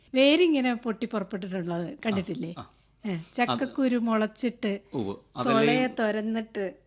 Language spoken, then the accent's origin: Malayalam; Haripad, Kerala, India; now in Chendamangalam, North Paravur, India; ആലപ്പുഴ ജില്ലയിലെ ഹരിപ്പാടിനടുത്തുള്ള കാഞ്ഞൂരാണ് എന്റെ കൊച്ചു ഗ്രാമം.